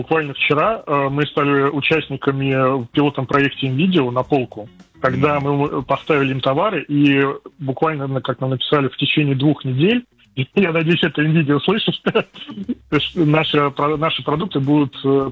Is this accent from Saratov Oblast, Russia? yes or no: yes; Saratov, Saratov Oblast, Russia; Я из Саратова.